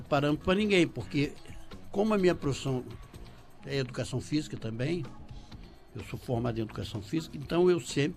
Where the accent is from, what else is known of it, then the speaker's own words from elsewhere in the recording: Minas Gerais, Brazil; eu sou mineiro também.